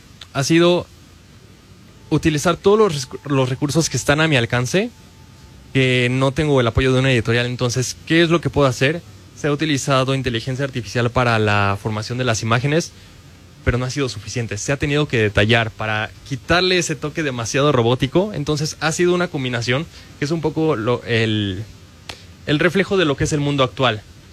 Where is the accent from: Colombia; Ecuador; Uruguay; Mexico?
Mexico; Puebla; Yo soy de Puebla.